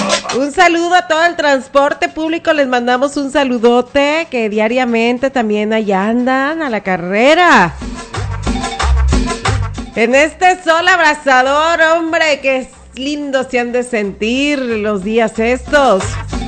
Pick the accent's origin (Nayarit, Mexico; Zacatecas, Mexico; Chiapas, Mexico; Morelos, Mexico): Nayarit, Mexico; Así somos nosotros los de Nayarita